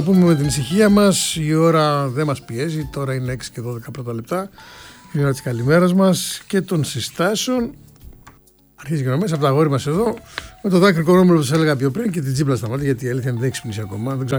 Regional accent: Central Greece, Greece; Το χωριό μου από το Μαντούδι είναι 5 χιλιόμετρα.

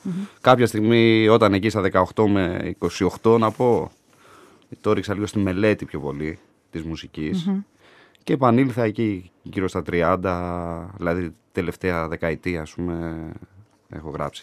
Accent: Athens, Attica, Greece; Στην Αθήνα μεγάλωσα, στη Νέα Ιωνία.

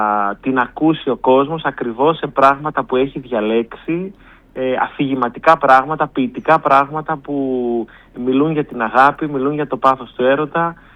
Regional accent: Thessaloniki, Central Macedonia, Greece; moved away; ως Θεσσαλονικιός

